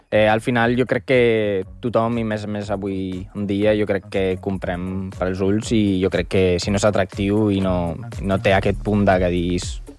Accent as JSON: {"language": "Catalan", "region": "Basque Country", "country": "Spain", "moved": "as an adult", "lives_now": "Barcelona, Spain", "said": "jo vaig arribar a Barcelona fa 7 anys, perquè jo soc del País Basc"}